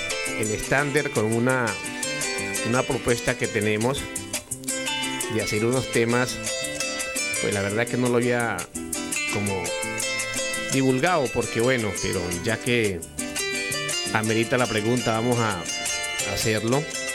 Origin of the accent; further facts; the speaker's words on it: Arauca, Colombia; moved away; mi gente araucana